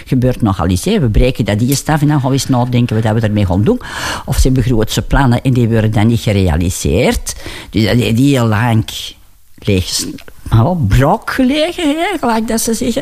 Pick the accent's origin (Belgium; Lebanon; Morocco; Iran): Belgium; Antwerp, Flanders; accent: Antwerp dialect; Ik ben in Sint-Andries geboren en als ik klaar was, iedereen sprak alleen maar dialect.